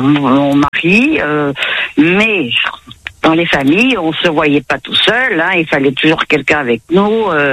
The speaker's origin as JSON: {"language": "French", "region": "Nouvelle-Aquitaine", "country": "France", "tie": "born or raised there", "said": "Je suis originaire de Dordogne. Et c'est un petit village, pas très loin d'Hautefort, qui s'appelle La Bertrande."}